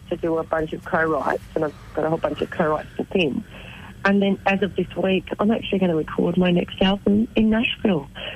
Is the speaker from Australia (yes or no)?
yes; Wollongong, New South Wales, Australia; I'm from Wollongong.